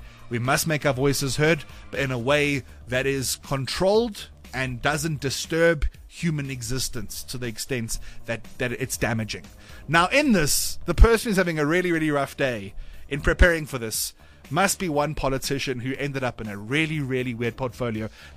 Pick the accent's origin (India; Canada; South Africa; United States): South Africa; as a South African